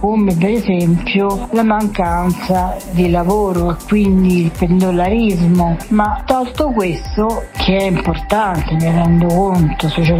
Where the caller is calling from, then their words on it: Bellegra, Lazio, Italy; il mio paese è un gioiello. … di Bellegra.